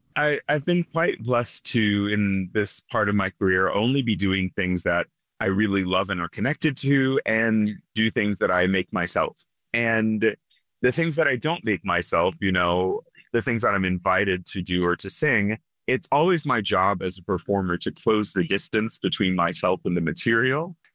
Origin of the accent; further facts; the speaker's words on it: Virginia, United States; born there; also born or lived in Portsmouth, Virginia / Richmond, Virginia / Orlean, Virginia; I was born in Portsmouth Naval Hospital, and you know, lived around that region and also Richmond growing up. But then, you know, we moved to Northern Virginia.